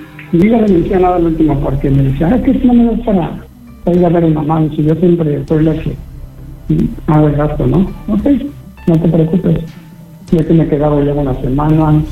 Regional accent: Morelos, Mexico; Mira, yo soy del estado de Morelos.

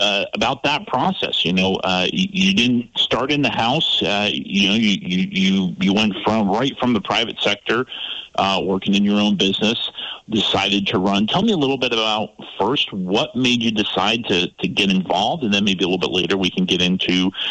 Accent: Shoreham, Vermont, United States; I'm an Addison County boy myself. I grew up in Shoreham. for most of my time. And my dad, my grandfather, my brother all still live in Addison County

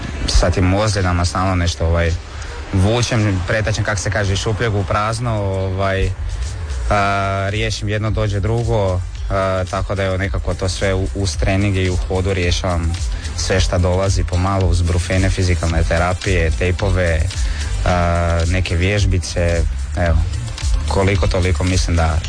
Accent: Croatia

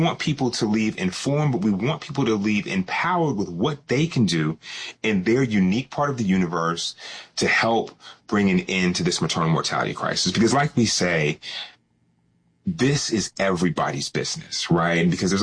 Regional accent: Georgia, United States; my home state is Georgia

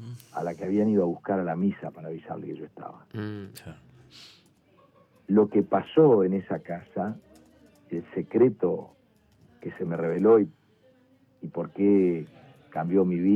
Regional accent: Paraná, Entre Ríos, Argentina; born there; la que yo nací en Paraná, en Entre Ríos

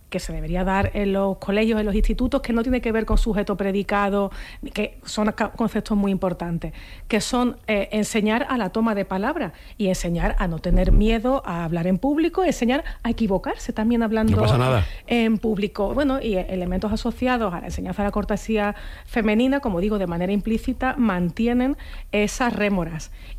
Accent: Seville, Andalusia, Spain

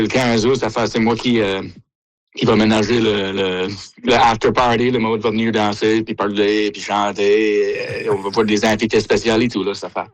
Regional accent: Baie-Sainte-Marie, Nova Scotia, Canada; accent: Baie-Sainte-Marie; moi, notre accent à la Baie-Sainte-Marie, dans le sud-ouest de la Nouvelle-Écosse, c'est un peu potent comparé à le restant de la francophonie.

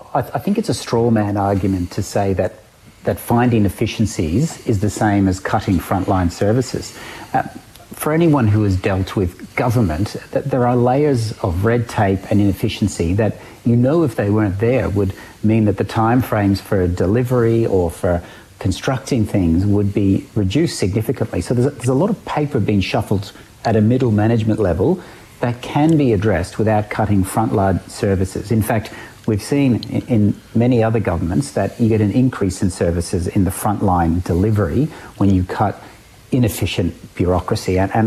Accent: Victoria, Australia; including my home state in Victoria

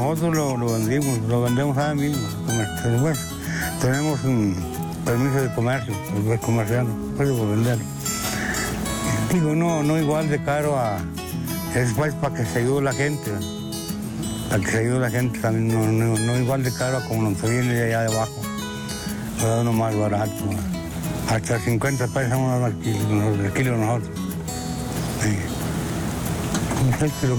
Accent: Nayarit, Mexico; born there; now in Zacatecas, Mexico; yo me crié en Nayarit, allá. Allá me crié yo en Nayarit cuando estaba chavalillo. Me llevaron mis padres para allá, que tenía, pues fue en 1945, yo nací en 1945. Y él me llevó para allá en 57

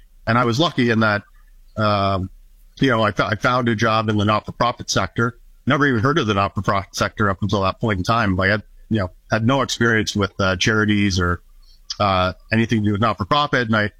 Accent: Niagara, Ontario, Canada; growing up in Niagara

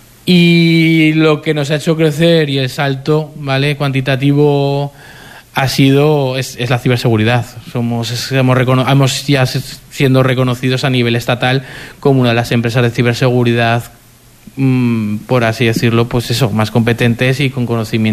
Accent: Zaragoza, Aragon, Spain; born there; yo quería quedarme afincado ya en Zaragoza, quería quedarme afincado en mi pueblo, quería vivir en el pueblo

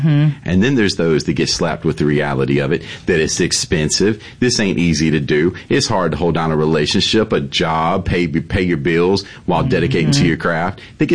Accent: Mississippi, United States; growing up in Mississippi

